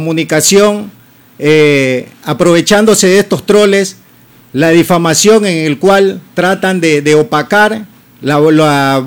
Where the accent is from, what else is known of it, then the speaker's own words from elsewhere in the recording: Esmeraldas, Ecuador; Yo soy del sector de La Propicia 2, en el cual siempre he representado diferentes sectores de los barrios